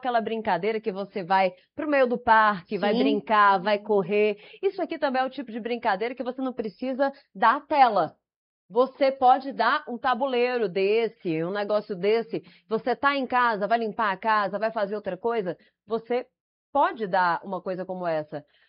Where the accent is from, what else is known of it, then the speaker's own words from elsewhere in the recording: Fortaleza, Ceará, Brazil; Eu sou de Fortaleza, também sou do Nordeste, tá?